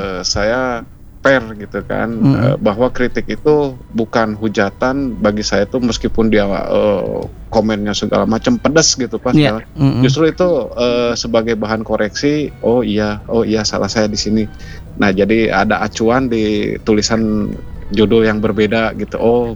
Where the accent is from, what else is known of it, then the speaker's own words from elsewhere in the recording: Sumedang, West Java, Indonesia; saya waktu itu lagi di Sumatera, benar-benar kangen dengan kampung halaman. Saya kan orang Sumedang Kang ya.